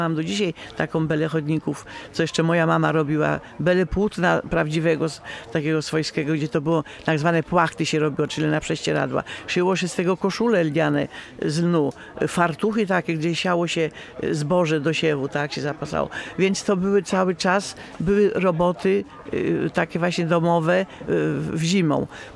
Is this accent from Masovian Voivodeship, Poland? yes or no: yes; Masovian Voivodeship, Poland; born there; now in Urzecze, Poland; Ja się czuję i powiślanką, i urzeczanką. Bo ja się tam w tym rejonie, gdzie ja się urodziłam, czyli w okolicy Maciejowic, to jest Powiśle. Tutaj już jest z tej strony jest Urzecze, więc ja mam powiedzmy i to, tak? Jestem urzeczanką, czuję się tu, bo tu mieszkam 55 lat na Urzeczu